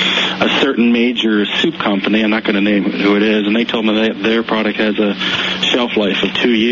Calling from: Las Vegas, Nevada, United States; Yeah, I'm calling from Las Vegas.

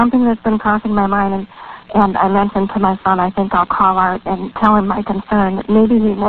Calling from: Minnesota, United States; I'm from Minnesota.

